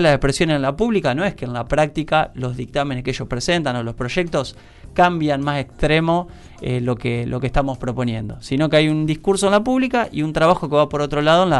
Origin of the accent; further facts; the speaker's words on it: Santa Fe, Argentina; como argentinos, como santafesinos y como villenses